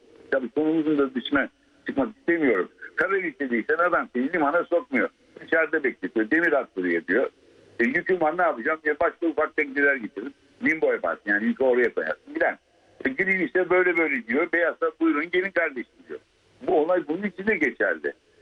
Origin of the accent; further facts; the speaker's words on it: Istanbul, Turkey; born there; Ben Alman ekolünde büyüdüm. İstanbul Erkek Lisesi'ndeyim ben.